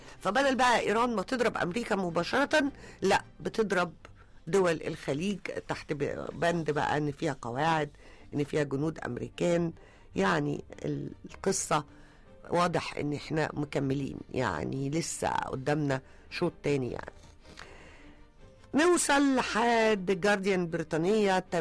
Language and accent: Arabic; Egypt; now in Mohandessin, Giza, Egypt; إحنا كمصريين